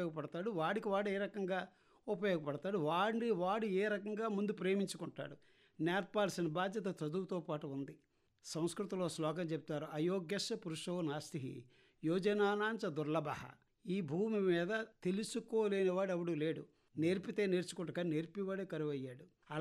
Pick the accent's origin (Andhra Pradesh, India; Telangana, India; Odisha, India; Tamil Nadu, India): Andhra Pradesh, India; born there; September 18, 1953 నేను పుట్టాను. మాది గ్రామీణ ప్రాంతం, గోదావరికి వరదలు వచ్చినాయట.